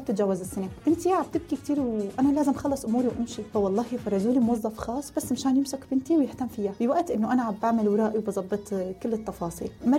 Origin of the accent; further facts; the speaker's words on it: Syria; now in United Arab Emirates; ونحن كسوريين محبوبين بالإمارات. يعني أنا عم تجربتي، أنا سلال تجربتي شي 7 سنين تاكل، بس نحن كسوريين شعب محبب بالإمارات.